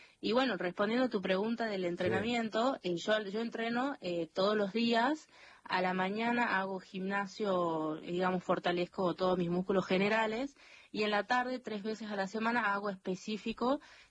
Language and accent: Spanish; northern Argentina, Argentina; dicen, ah, no sé, vos no tenés acento de Argentina o no parecés argentina. Y en realidad es porque soy norteña